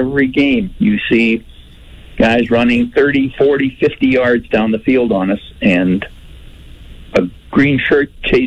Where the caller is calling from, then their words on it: Edmonton, Alberta, Canada; I'm from Edmonton. I've lived here for 57 years